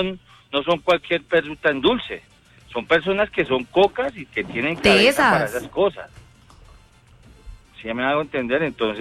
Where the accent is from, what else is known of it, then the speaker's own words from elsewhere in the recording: Bogotá, Colombia; Sí, yo soy de aquí de Bogotá.